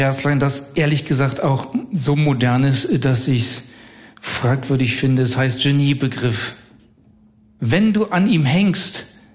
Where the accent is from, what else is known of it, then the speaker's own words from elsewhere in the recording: Northern Germany, Germany; Ich komme ja aus dem Norden, wir müssen aushalten.